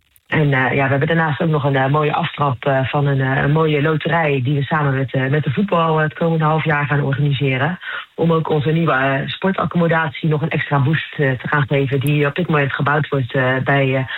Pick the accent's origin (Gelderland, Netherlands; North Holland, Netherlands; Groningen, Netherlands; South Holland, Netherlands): South Holland, Netherlands; De Lier; Ik kom oorspronkelijk uit de Lier.